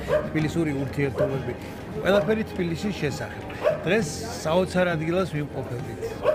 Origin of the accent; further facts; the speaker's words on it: Tbilisi, Georgia; როგორც თბილისელები ვეძახით